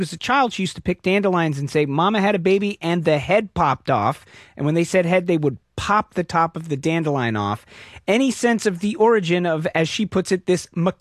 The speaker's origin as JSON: {"language": "English", "region": "Pennsylvania", "country": "United States", "tie": "born or raised there", "said": "We did it with pieces of coal where I grew up in Pennsylvania."}